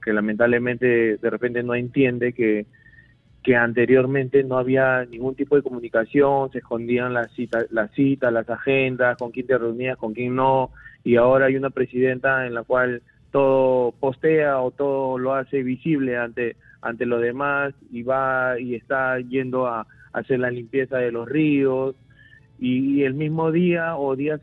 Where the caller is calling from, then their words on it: Chorrillos, Lima, Peru; así estemos en Lima o estemos en otro lado, no podemos ser esquivos a eso, porque todos somos peruanos y a las finales a todos nos afecta.